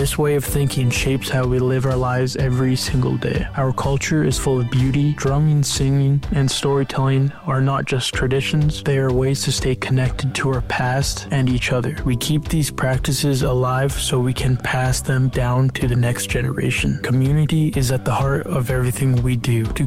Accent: British Columbia, Canada; I'm from the Tahltan Nation.

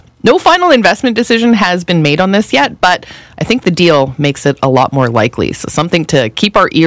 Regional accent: Terrace, British Columbia, Canada; It's north of Prince Rupert, which is up where I'm from. Well, I'm not from Prince Rupert, but like an hour and a half away, northwest coast of BC and Terrace.

